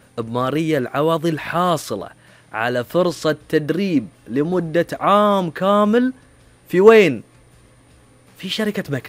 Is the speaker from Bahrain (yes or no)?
yes; Bahrain; إحنا من البحرين